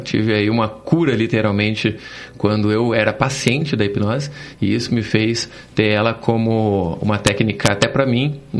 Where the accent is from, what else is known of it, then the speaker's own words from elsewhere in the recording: Curitiba, Paraná, Brazil; born there; Sou curitibano